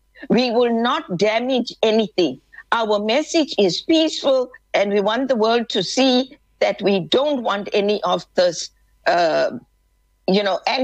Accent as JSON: {"language": "English", "country": "South Africa", "said": "this was not what we as South African who want to build our nation be harassed at that."}